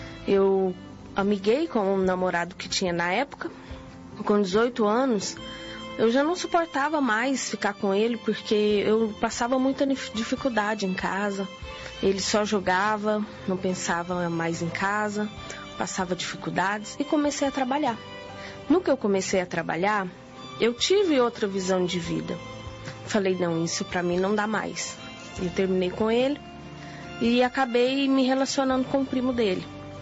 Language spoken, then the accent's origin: Portuguese; Campos Altos, Minas Gerais, Brazil; Eu vim de Minas Gerais, sou de Campos Altos.